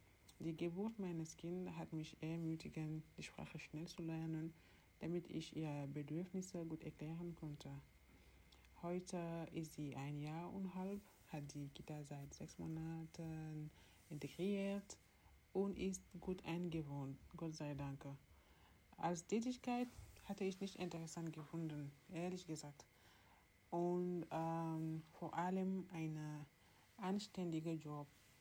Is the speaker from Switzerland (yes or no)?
no; Senegal; German is a second language; moved away as an adult; now in Germany; ich komme aus dem Senegal. Ich bin 31 Jahre alt.